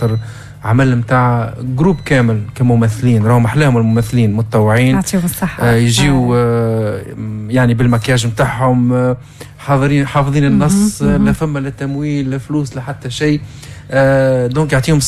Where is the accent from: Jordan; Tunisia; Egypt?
Tunisia; Djerba, Medenine; احنا فين من جربة هو